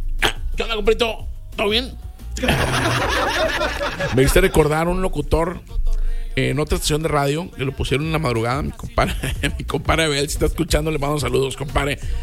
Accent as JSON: {"language": "Spanish", "country": "Mexico", "said": "soy bien mexicano."}